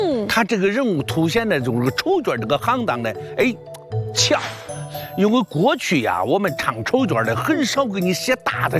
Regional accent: Hebi, Henan, China; 我乃河南鹤壁市人士，就是豫剧七品芝麻官的扮演者，

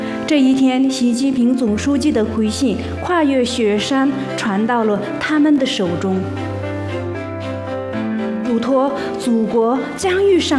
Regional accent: Yumai, Tibet, China; 我的家乡玉麦在西藏山南市龙子县喜马拉雅山南麓，紧邻中印边境线。玉麦很大，它的面积有3644平方公里，但玉麦又很小

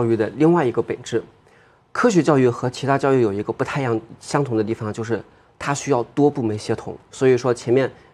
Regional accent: Shanxi, China; moved away; 山西省，哎，某个县，就是我老家某个县

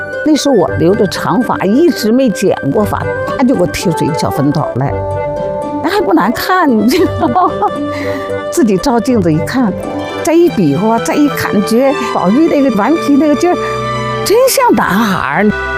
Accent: Northeast China, China; 我们东北

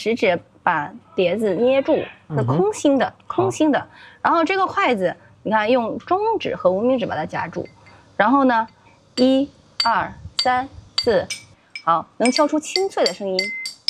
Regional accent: Changde, Hunan, China; 我们常德方言

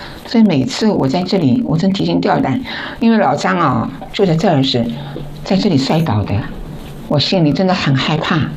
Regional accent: Shanghai, China; moved away; also born or lived in Zhejiang; 我是上海人，然后是70年到浙江兵团来的。

